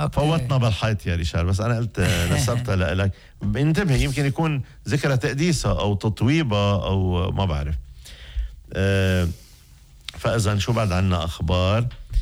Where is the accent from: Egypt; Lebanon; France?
Lebanon; عنا بلبنان